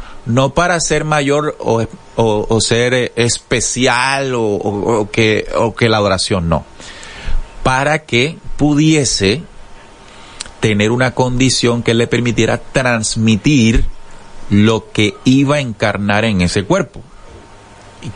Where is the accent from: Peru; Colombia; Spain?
Colombia; born there; Como yo nacer en Colombia, yo soy colombiano, ¿verdad? Soy colombiano porque nací en un territorio llamado Colombia.